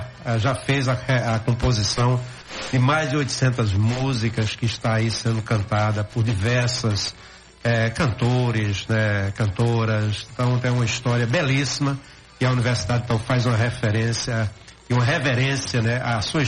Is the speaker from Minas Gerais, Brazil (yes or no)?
no; Ouricuri, Pernambuco, Brazil; moved away as an adult; vim do interior para estudar aqui na universidade, né? De Ulicuri, e estou aqui desde sempre. E volto de vez em quando à minha terra, né?